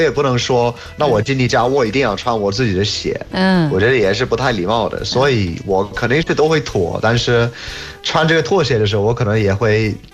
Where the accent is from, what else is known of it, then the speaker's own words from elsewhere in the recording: United Kingdom; Chinese is a second language; moved away as an adult; now in China; 我从小在英国